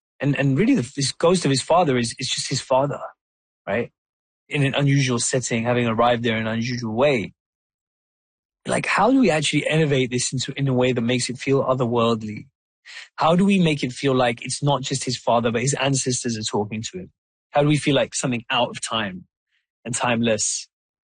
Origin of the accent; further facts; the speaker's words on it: Wembley, London, United Kingdom; I was like, this is exactly like growing up in Wembley.